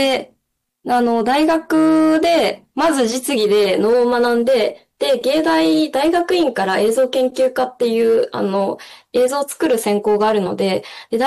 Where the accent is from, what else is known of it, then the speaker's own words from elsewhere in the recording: Hiroshima, Japan; moved away; 地元広島なんですけれども